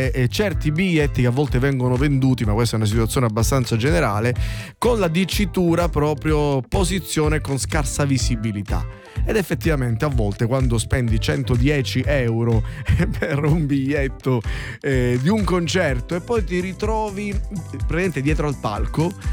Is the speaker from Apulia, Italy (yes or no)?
no; Rome, Lazio, Italy; come si dice dalle nostre parti qui a Roma